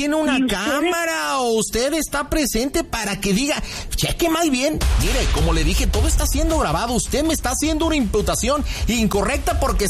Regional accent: Nuevo León, Mexico; me está criticando porque soy una persona nacida en Nuevo León, soy regia, soy fuerte, soy contundente.

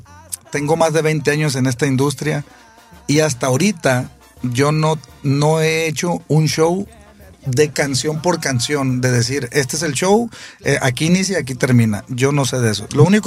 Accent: Culiacán, Sinaloa, Mexico; Mire, compa, la verdad, pues yo soy de Culiacán, usted lo sabe y mucha gente también.

